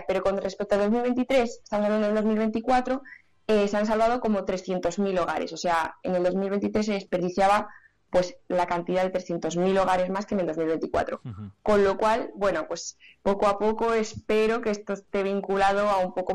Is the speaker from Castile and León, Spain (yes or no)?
yes; Fuente-Almejil, Castile and León, Spain; pues pasa en muchos pueblos de Soria, por ejemplo. Sin ir más lejos, mi pueblo es Fuente-Almejil. Nos tenemos que desplazar prácticamente 20 kilómetros hasta la tienda más cercana de alimentación.